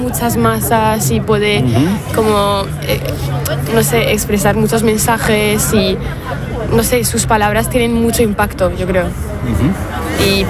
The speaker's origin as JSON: {"language": "Spanish", "country": "France", "also_born_or_lived": "Spain", "second_language": "Spanish", "said": "No, o sea, sí, soy francesa. Pero he vivido en España 6 años."}